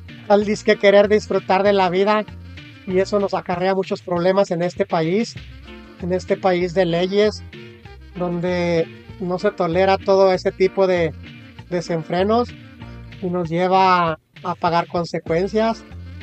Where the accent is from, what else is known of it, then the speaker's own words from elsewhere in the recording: Mexico; moved away; muchos jóvenes, como yo cuando me vine de México, nos venimos con la ambición, con la sed de tener, de tener lo que nunca tuvo uno, llegando a este país donde podamos tener un poquito más que allá.